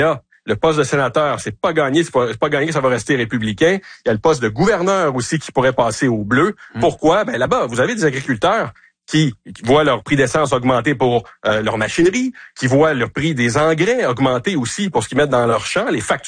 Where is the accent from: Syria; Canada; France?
Canada; Quand je disais que j'étais du Canada ce matin, il y en a beaucoup qui passaient tout droit parce qu'ils savaient de quoi je voulais parler.